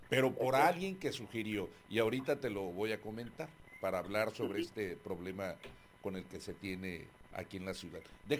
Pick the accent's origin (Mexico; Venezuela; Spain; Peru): Mexico; Nayarit; soy del estado de Nayarit, pero en la parte de la costa.